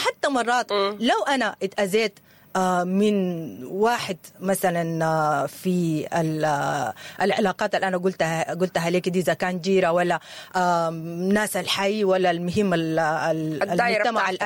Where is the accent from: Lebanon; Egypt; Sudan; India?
Sudan; والمعروف جدا إنه نحن كمجتمع سوداني مجتمع يعني مترابط جدا جدا